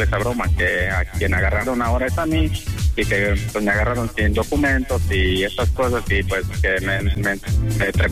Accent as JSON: {"language": "Spanish", "region": "Guanajuato", "country": "Mexico", "said": "Soy de Guanajuato, y todo mundo aquí me confunde, que si no eres de Guatemala, eres de Honduras."}